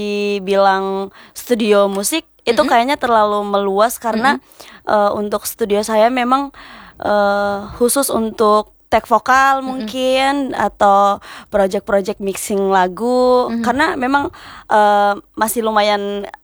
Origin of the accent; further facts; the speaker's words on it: Makassar, South Sulawesi, Indonesia; karena kebetulan saya orang Makassar.